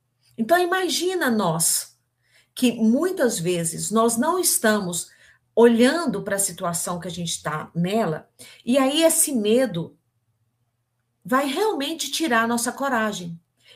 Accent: Minas Gerais, Brazil; eu sou mineira

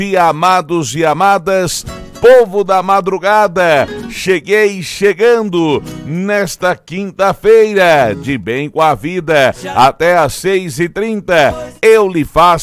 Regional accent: Brazil; Com certeza somos brasileiros

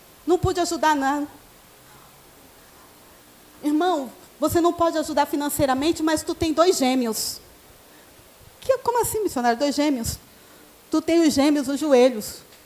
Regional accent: Maceió, Alagoas, Brazil; eu sou alagoana, tá? Sou de Maceió, Alagoas.

